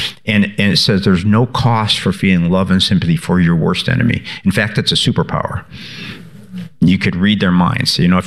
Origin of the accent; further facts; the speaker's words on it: Chicago, Illinois, United States; born or raised there